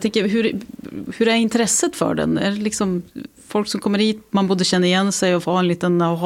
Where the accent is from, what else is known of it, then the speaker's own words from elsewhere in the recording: Västernorrland County, Sweden; jag är från Medelpad